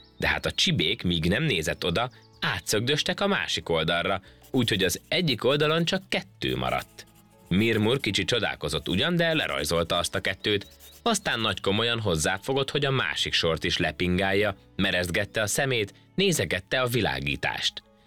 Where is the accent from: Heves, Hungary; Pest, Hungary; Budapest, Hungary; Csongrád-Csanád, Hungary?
Csongrád-Csanád, Hungary; Szeged; born there; Amikor gyerek voltam, Szegeden